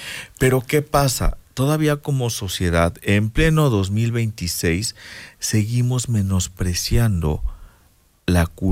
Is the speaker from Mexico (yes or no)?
yes; Mexico; algo pasa curioso con nosotros los mexicanos.